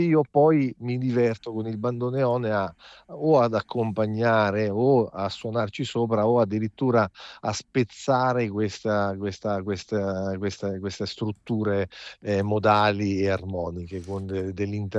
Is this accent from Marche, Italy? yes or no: yes; Marche, Italy; ho tradito la mia patria marchigiana